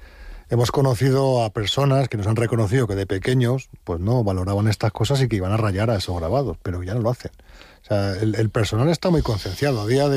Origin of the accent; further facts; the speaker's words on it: Navas de Oro, Castile and León, Spain; mi pueblo, en Navas de Oro